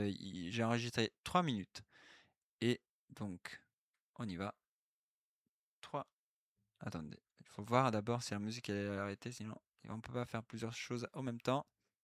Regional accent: Italy; French is a second language; now in Avignon, France; je suis italien. Des fois, je n'arrive pas à prononcer comme je voudrais les mots en français.

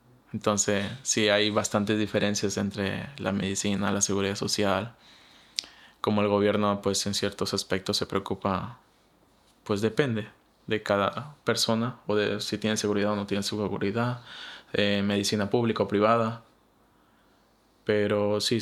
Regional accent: Loja, Ecuador; moved away; Yo soy de Loja y yo recuerdo que sabía hacer los San Juanitos o el Año Viejo, cositas así que extraño, que hasta ahora, hasta el día de hoy lo extraño porque soy ecuatoriano y estoy orgulloso de ello.

